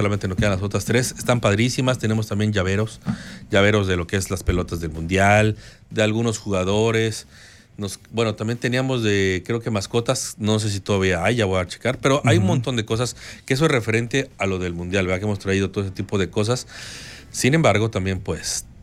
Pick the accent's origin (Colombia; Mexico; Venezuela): Mexico; now in San Salvador, El Salvador